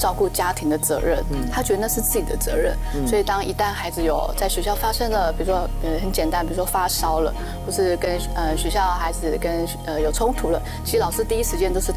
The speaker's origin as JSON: {"language": "Chinese", "town": "Guangfu", "region": "Hualien County", "country": "Taiwan", "said": "然后我来自花莲光复，我是花莲光复的阿美族人。"}